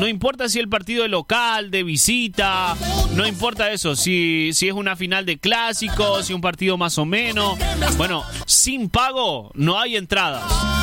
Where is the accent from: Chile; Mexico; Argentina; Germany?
Argentina; pero somos argentinos.